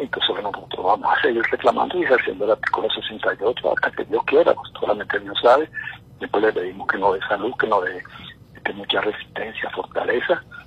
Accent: Venezuela; esos 6 millones de venezolanos que nos quedamos aquí

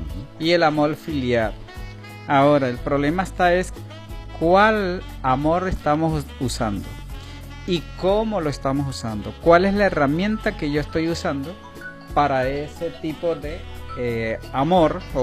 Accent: Apure, Venezuela; Yo soy de Apure. Yo soy del municipio de José Antonio Páez.

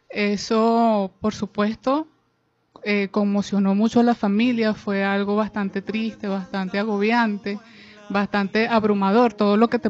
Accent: Venezuela; como venezolana que ama también a la Virgen

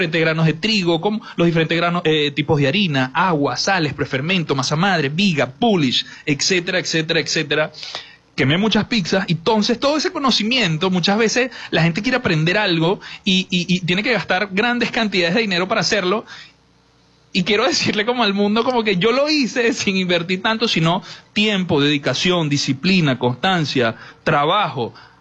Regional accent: Venezuela; Porque somos los mismos, es mi gente, es mi tierra.

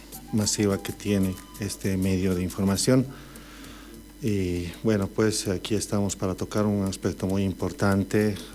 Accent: Oruro, Bolivia; aquí somos muchos, también somos orureños

